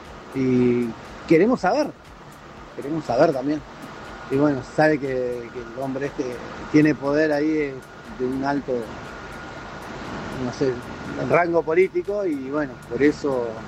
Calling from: Neuquén, Argentina; acá en Neuquén

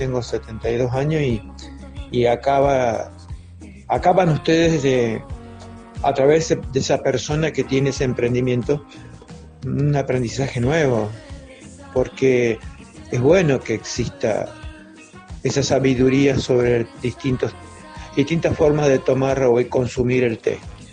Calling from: Villa Mercedes, San Luis, Argentina; de Villamercedes.

